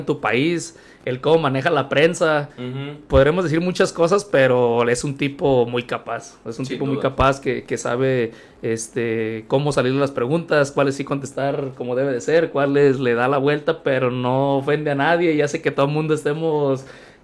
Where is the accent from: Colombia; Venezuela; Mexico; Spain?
Mexico; como buenos mexicanos también nosotros ahí